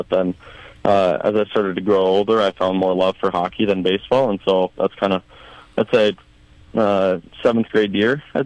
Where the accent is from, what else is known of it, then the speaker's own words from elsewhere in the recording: Sioux Falls, South Dakota, United States; it kind of meant more coming back to Sioux Falls, playing in the Clark Cup Final against USHL team in my home state